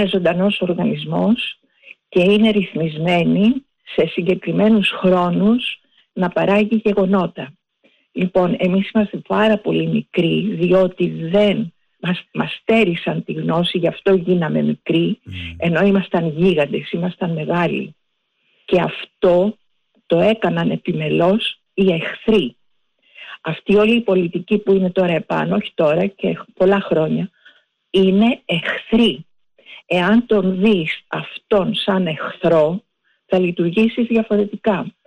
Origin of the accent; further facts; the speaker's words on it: Greece; είμαι Ελληνίδα